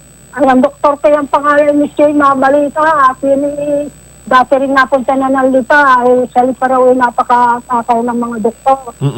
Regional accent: Padre Garcia, Batangas, Philippines; Bawi, Padre Garcia.

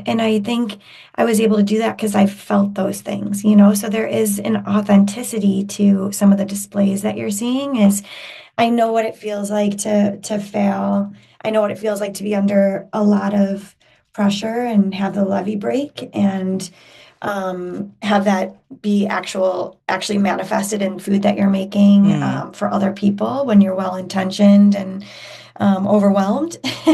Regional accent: Chicago, Illinois, United States; now in Los Angeles, United States; I grew up in Chicagoland having access to, I used to live by La Pasadita.

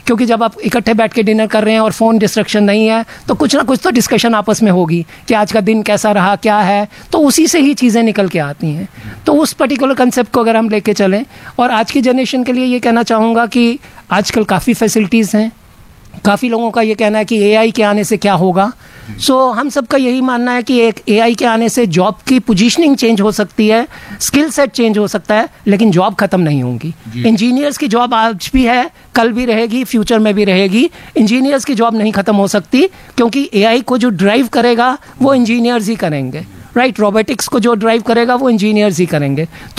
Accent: Jammu, Jammu and Kashmir, India; जैसे मैं जम्मू से हूँ तो हम जम्मू वापस गए.

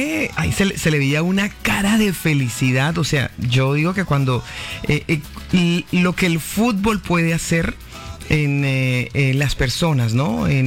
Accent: Argentina; Lord Víctor, y yo soy argentina. Sí, sí, soy argentina.

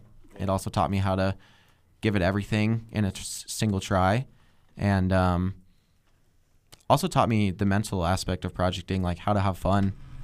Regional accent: Colorado, United States; owing to my background and where I was raised in Colorado.

